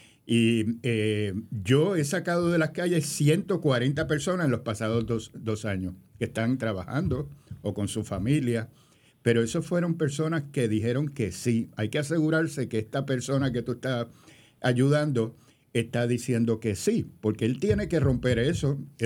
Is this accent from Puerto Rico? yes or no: yes; Mayagüez, Puerto Rico; somos de Mayagüez, mi familia, y los mayagüezanos, pues muchos de nosotros envejecemos tarde.